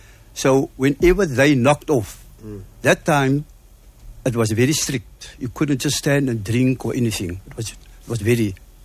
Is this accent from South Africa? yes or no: yes; Cape Town, Western Cape, South Africa; No, it was Hawthorne Road. That's where I was born and grew up.